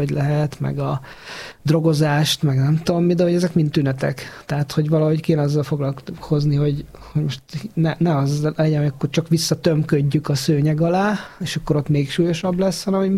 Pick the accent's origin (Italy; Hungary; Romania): Hungary; Kecskemét, Bács-Kiskun; mondjuk én szülővárosomban Kecskeméten is látom, hogy szinte ugyanaz megy, mint Budapesten